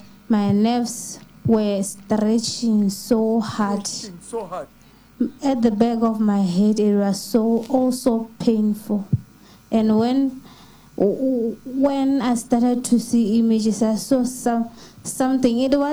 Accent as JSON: {"language": "English", "country": "Namibia", "said": "from Namibia. I'm a nurse by profession."}